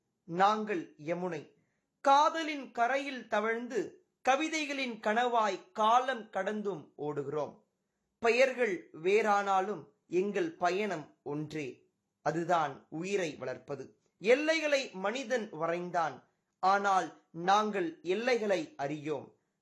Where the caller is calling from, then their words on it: Chennai, Tamil Nadu, India; சென்னை இருக்கஞ்சேரியில் அமைந்துள்ள Don Bosco matric மேல்நிலை பள்ளியில் 12 வகுப்பு பயிலும் மாணவன் … மரியாதைக்குரிய வணக்கம்.